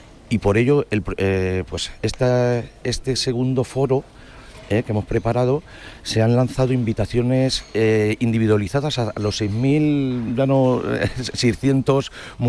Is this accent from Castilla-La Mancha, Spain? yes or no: yes; Alhambra, Castilla-La Mancha, Spain; Yo soy de Alhambra, un pueblo de Ciudad Real.